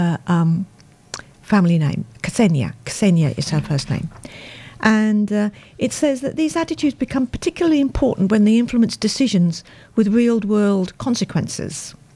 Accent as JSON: {"language": "English", "country": "United Kingdom", "tie": "born or raised there", "accent": "British", "moved": "as an adult", "lives_now": "Australia", "said": "I remember growing up in Britain, half a century ago now"}